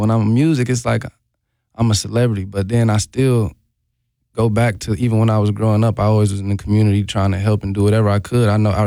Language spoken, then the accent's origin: English; Milwaukee, Wisconsin, United States; also born or lived in California / Texas; I'm from Milwaukee. They're like, oh, I'm from Milwaukee. Or I know somebody from Milwaukee. So it was that was a dope experience. But I lived in California for a few years. Lived in Texas for a few years